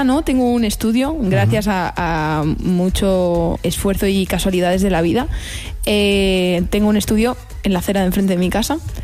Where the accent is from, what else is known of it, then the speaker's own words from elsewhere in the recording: Madrid, Community of Madrid, Spain; yo soy madrileña de toda la vida.